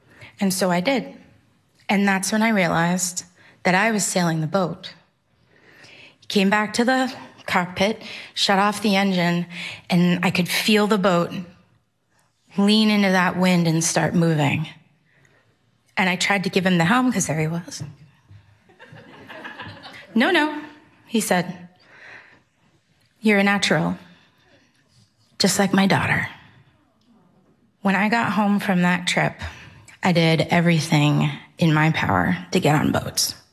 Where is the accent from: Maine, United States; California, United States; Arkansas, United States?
Maine, United States; First time I ever thought to go swimming in January, because I'm from Maine.